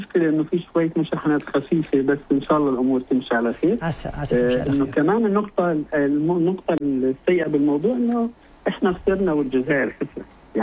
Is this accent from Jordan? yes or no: yes; Jordan